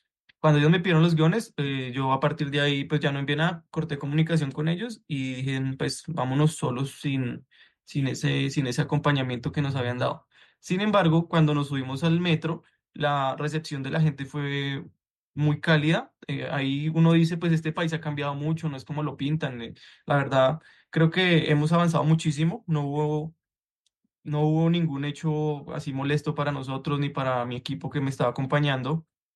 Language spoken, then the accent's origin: Spanish; Colombia; los colombianos hemos sido pioneros en literatura y en un montón de cosas